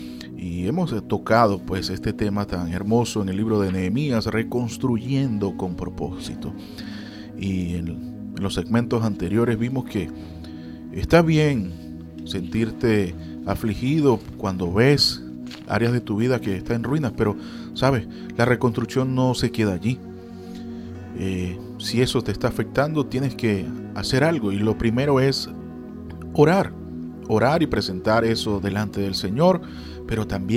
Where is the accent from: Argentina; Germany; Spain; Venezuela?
Venezuela